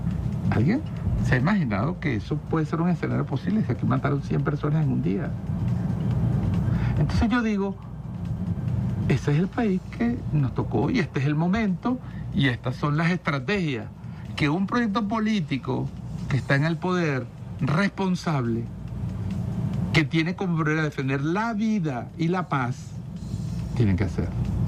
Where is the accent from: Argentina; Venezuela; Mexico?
Venezuela; que lamentablemente todos somos venezolanos, todos tenemos derecho